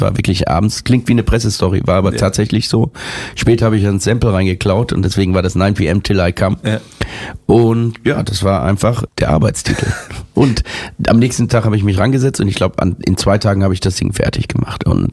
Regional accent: Germany; Wenn ich als Deutscher englische Texte schreibe, dann empfinde ich das immer, dann hört man, dass das irgendwie so ein Deutscher geschrieben hat.

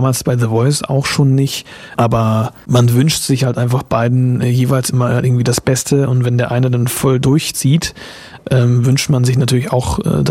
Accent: Lindau, Schleswig-Holstein, Germany; born there; also born or lived in Eckernförde / Dollerup / Flensburg; Und da bin ich geboren, genau, und aufgewachsen in Lindau. Nicht Lindau am Bodensee, sondern Lindau an der Schlei, ganz im Norden.

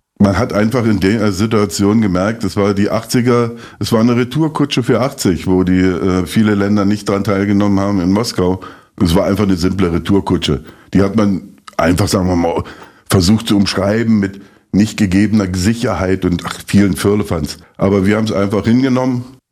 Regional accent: Eisenhüttenstadt, Brandenburg, Germany; Eisenhüttenstadt, Breslak gut, wo ich aufgewachsen bin als Stift, war schon eine sehr spezielle Geschichte.

